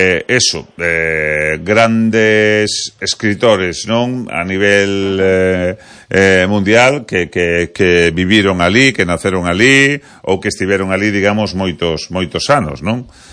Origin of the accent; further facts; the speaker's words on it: Santiago de Compostela, Galicia, Spain; Para os que somos de Compostela, eu penso, sería alucinante vivir aquela época do mestre Mateo, non?